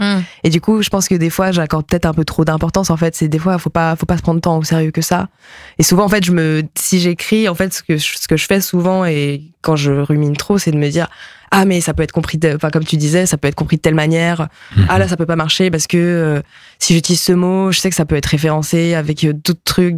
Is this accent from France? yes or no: yes; Nantes, Pays de la Loire, France; first language ja; French is a second language; also born or lived in Belgium; C'était vraiment ma langue maternelle, mais mes parents étaient en Belgique, ils ont bougé à Nantes, à côté de Nantes quand j'avais 4 ans. Donc oui, j'ai vraiment grandi.